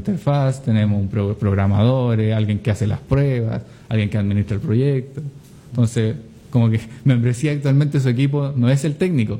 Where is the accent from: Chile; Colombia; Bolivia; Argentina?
Chile; Concepción, Biobío; Somos todos de Conce. Todo el equipo de Conce.